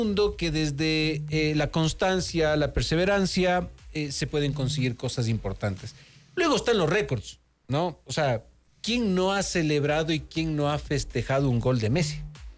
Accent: Ecuador; yo soy bien ecuatoriano

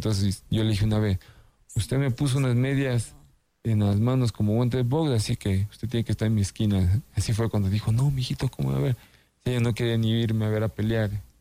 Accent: Sierra, Ecuador; soy ecuatoriano

